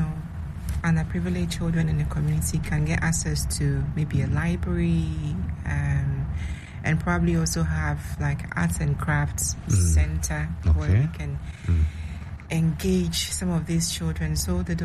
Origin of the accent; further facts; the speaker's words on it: Eastern Region, Ghana; within my community in my hometown.